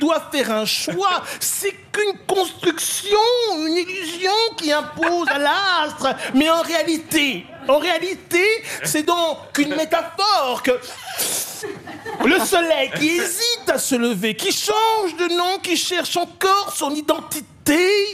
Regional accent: France; réalisateur français.

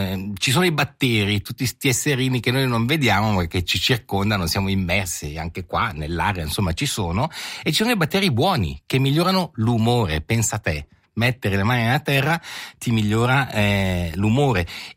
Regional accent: Ponto Valentino, Ticino, Switzerland; Sono nato e cresciuto in Val di Blenio, a Ponto Valentino, oggi comune di Acquarossa

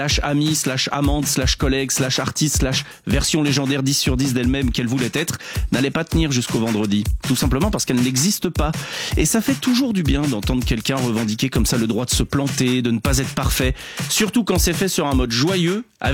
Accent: Switzerland; chez nous en Suisse

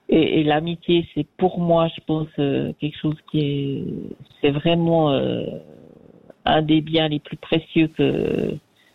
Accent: Switzerland; moved away as an adult; ben quand je suis partie de Suisse il y a 3 ans

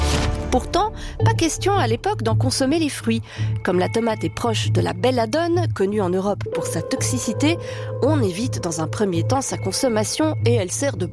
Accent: Switzerland; Chez nous, en Suisse

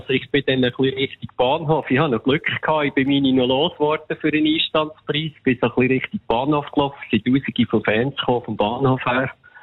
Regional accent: Zeinigen, Aargau, Switzerland; hat da unser Gärtner von Zeinigen, wo ich aufgewachsen bin, hat einmal den Rasen gewechselt

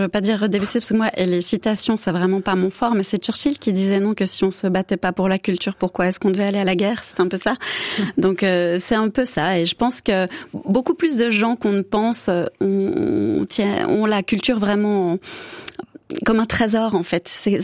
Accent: Biel, Bern, Switzerland; moved away as an adult; Je viens quand même de Bienne.

